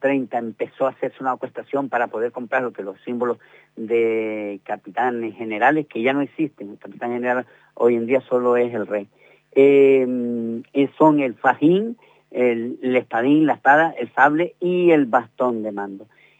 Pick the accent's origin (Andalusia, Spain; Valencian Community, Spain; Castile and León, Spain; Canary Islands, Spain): Canary Islands, Spain; Teror; los hombres y mujeres de Teror